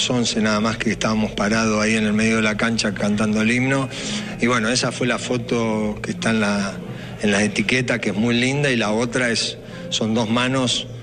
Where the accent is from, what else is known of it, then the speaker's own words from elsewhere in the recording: Corral de Bustos, Córdoba, Argentina; A decir a mí que soy de Corral de Busto.